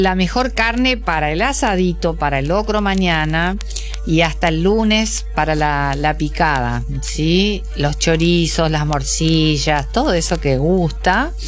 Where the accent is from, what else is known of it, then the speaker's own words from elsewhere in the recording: Avellaneda, Argentina; moved away; de chica porque en Avellaneda eso se hacía, viste.